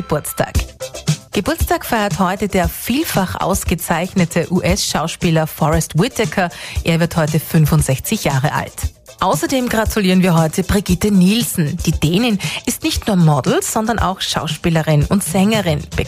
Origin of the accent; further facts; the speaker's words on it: Styria, Austria; Ja, ich komme nicht aus Tirol, sondern aus der schönen Steiermark.